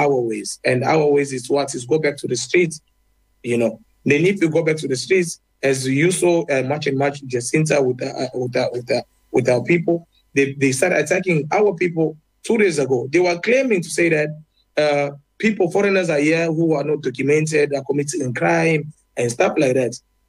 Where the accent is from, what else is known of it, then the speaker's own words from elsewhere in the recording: DR Congo; especially I'm from Congo, from DRC.